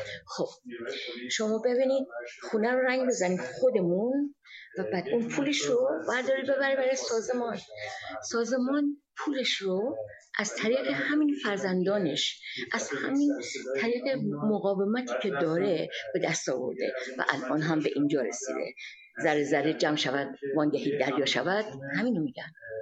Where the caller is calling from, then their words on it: Canada; also born or lived in Iran; از کانادا اومدم. میخوام یک خاطره ای رو از برادرم زمانی که در ایران بودیم برای شما تعریف کنم